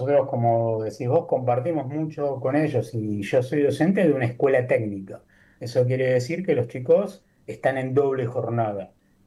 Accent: Argentina; Somos dos docentes de Argentina que estamos postulados a los 50 mejores docentes del mundo, ¿no?

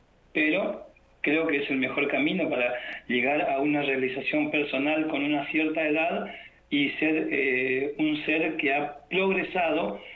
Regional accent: Goya, Corrientes, Argentina; soy de Goya, la provincia de Corrientes, tengo 53 años

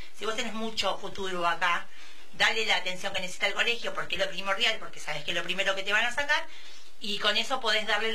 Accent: Argentina; pero bueno, siempre también como buenos argentinos le ponemos el pecho y salimos adelante.

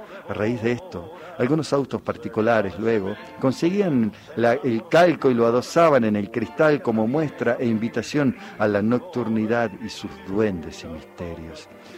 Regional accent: Buenos Aires, Argentina; y te lo tengo que decir así, viste, como porteño

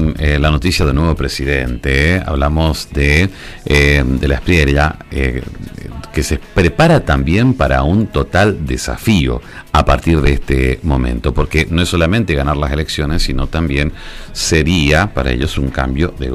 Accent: Argentina

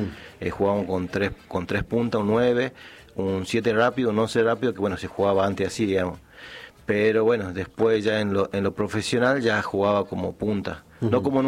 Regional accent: Bella Vista, Tucumán, Argentina; moved away as an adult; also born or lived in Rosario; yo soy nacido en Tucumán, Bella Vista, a 25 kilómetros de la capital de Tucumán.

